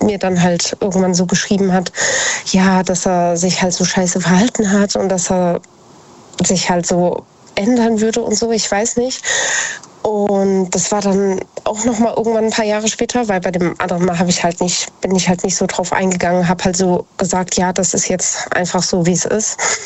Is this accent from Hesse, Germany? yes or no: yes; Idstein, Hesse, Germany; born or raised there